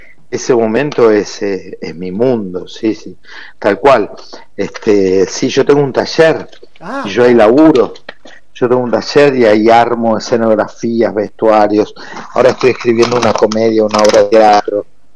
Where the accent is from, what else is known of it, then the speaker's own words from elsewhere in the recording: Argentina; yo soy argentino